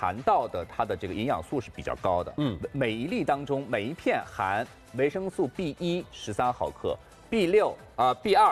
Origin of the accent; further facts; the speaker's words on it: China; 我们中国人